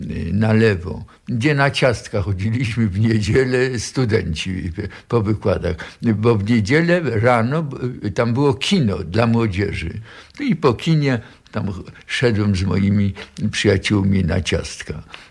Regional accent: Łódź, Łódź Voivodeship, Poland; urodziłem się w Łodzi, skończyłem gimnazjum Marszałka Piłsudskiego w 1931 roku, w 17 roku życia.

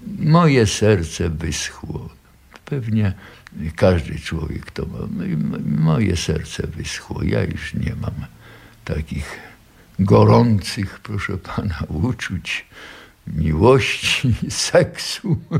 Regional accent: Łódź, Łódź Voivodeship, Poland; moved away as an adult; now in United States; urodziłem się w Łodzi, skończyłem gimnazjum Marszałka Piłsudskiego w 1931 roku, w 17 roku życia.

